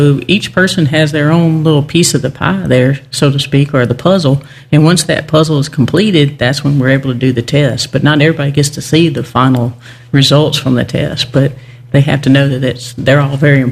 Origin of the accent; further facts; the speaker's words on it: Benton, Louisiana, United States; moved away as an adult; Well, I am from Benton, Louisiana. It's a very small town in North Louisiana.